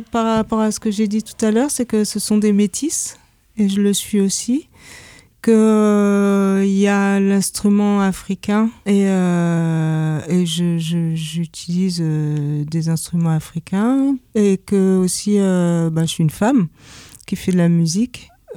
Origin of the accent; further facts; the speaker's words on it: France; j'ai été adoptée, j'ai grandi en France